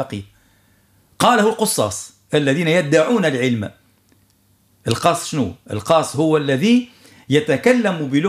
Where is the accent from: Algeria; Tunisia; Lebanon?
Tunisia; أنا كتونسي